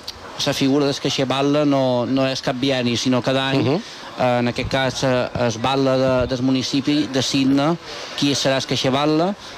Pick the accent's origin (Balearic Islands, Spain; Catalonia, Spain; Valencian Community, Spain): Balearic Islands, Spain; Sant Lluís; soc molt de, sempre ho dic, soc molt de Sant Lluís i per jo és un orgull poder ser aquesta figura dins la colcada i representar el que és tot el poble de Sant Lluís